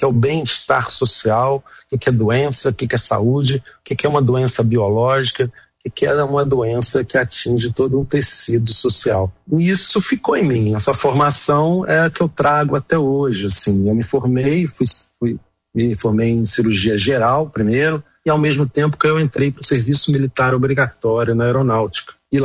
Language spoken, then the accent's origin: Portuguese; Rio de Janeiro, Brazil; Eu sou carioca, nasci no Rio de Janeiro